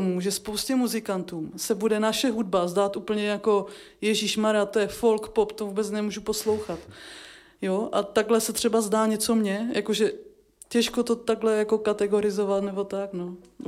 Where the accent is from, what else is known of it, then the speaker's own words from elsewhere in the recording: Zlín Region, Czechia; Zároveň jsme hráli v cymbálovce, oba s bráchou, protože jsme z Valašska.